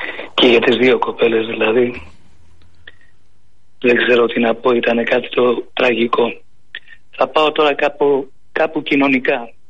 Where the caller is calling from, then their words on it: Greece; ντρέπουμε πιο πολύ που είμαι Έλληνας.